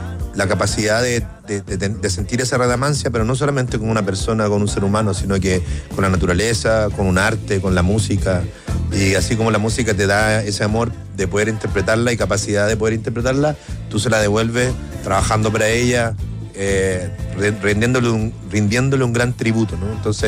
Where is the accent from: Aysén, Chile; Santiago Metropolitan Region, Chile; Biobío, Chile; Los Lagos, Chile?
Santiago Metropolitan Region, Chile; Santiago; nosotros somos de Gran Avenida